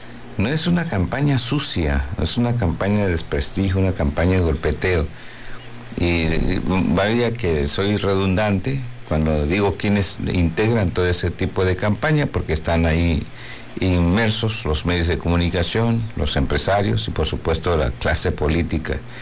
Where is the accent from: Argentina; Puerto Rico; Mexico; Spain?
Mexico